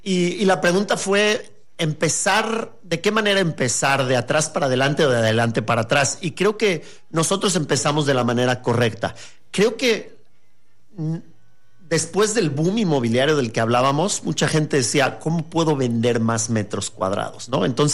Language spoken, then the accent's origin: Spanish; Mexico City, Mexico; yo soy de la Ciudad de México y nosotros de chiquitos tuvimos la fortuna de tener una casa en Cuernavaca